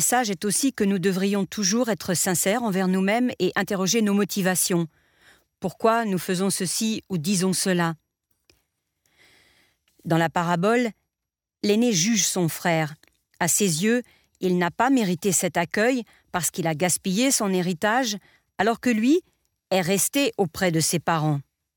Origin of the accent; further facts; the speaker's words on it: Spain; j'ai grandi en Espagne, aussi un pays très ancré dans le catholicisme. Même si mon éducation n'a pas été très sévère, j'ai été éduquée selon la foi catholique